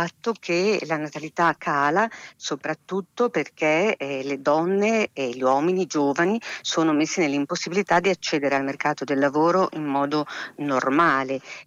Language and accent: Italian; Emilia-Romagna, Italy; ma faccio quell'esempio perché sono dell'Emilia Romagna